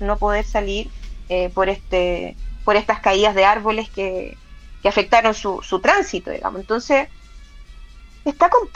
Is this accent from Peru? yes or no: no; Chile; Nosotros como chilenos